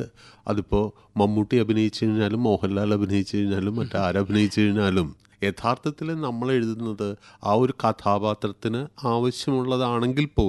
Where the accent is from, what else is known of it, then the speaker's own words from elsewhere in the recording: Kochi, Kerala, India; എറണാകുളത്തെ കലൂരാണ് ഞാൻ ജനിച്ചതും വളർന്നതും എല്ലാം. കലൂരല്ല അന്ന് കേരളത്തിലെ ഏതു ഗ്രാമം പോലെ തന്നെ ആയിരുന്നു.